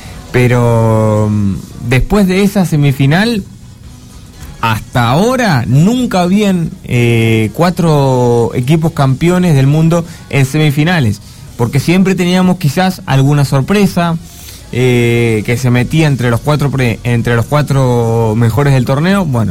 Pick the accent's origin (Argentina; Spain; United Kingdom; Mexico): Argentina; nosotros somos argentinos